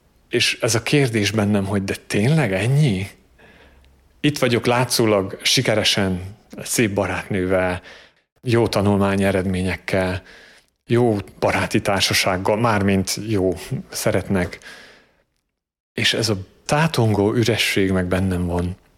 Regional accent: Transylvania, Romania; also born or lived in England; now in Hungary; Erdélyben születtem és nevelkedtem, majd Isten 12 évre Angliába vezetett, és most 2 éve Magyarországon élünk a közösséggel. Katolikus családban születtem és nőttem fel

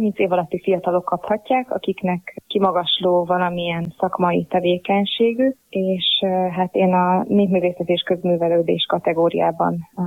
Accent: Šamorín, Trnava Region, Slovakia; moved away as an adult; also born or lived in Budapest; now in Hungary; Somorjáról származom, Somorján nőttem fel, ott jártam iskolába, gimnáziumba, majd utána Budapestre kerültem

